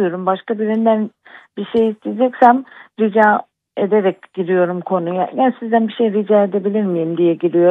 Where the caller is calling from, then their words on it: Istanbul, Turkey; Kağıthane İstanbul.